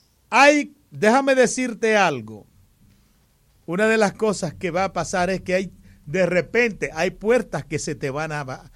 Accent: Higüey, La Altagracia, Dominican Republic; born there; Mi tierra vernácula, donde yo nací, Hato de Mana de Higüey.

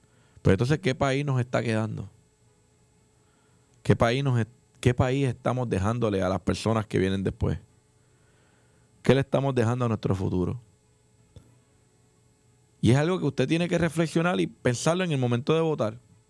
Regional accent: Puerto Rico; nosotros como puertorriqueños empecemos a pensar más en nuestro futuro

